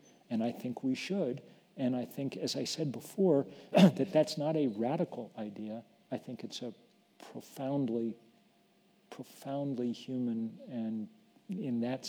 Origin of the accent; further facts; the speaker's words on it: United States; as an American